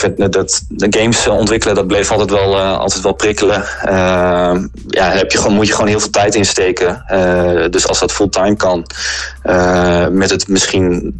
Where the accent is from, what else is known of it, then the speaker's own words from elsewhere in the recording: Veendam, Groningen, Netherlands; Maar ik ben zelf ook opgegroeid in Veendam.